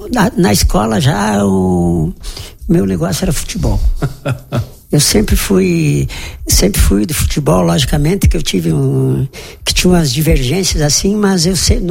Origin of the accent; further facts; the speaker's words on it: Marau, Rio Grande do Sul, Brazil; Eu nasci em Marau aqui. Toda a minha família, o pai que nasceu em Nicolau Vergueiro, né? No Povinho, no Rio Povinho. Ele nasceu lá, ele veio para Marau